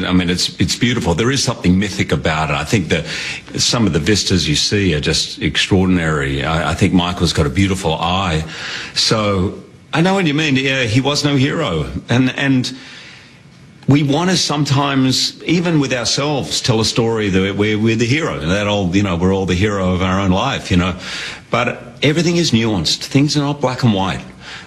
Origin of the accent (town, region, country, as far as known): Australia; born or raised there